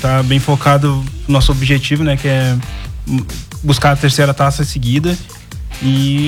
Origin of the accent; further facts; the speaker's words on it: Canoas, Rio Grande do Sul, Brazil; now in Goiânia, Brazil; Eu sou de Canoas, no Rio Grande do Sul